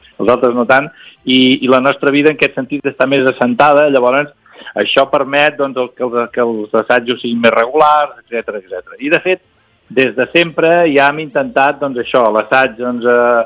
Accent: Valls, Catalonia, Spain; nosaltres tots quatre som de Valls, a l'Alt Camp

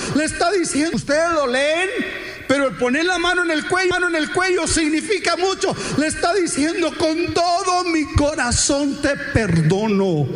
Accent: Mexico; moved away; 70% de los latinoamericanos somos mexicanos.

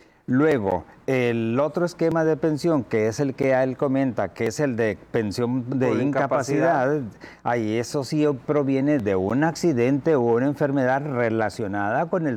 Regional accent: Mexico

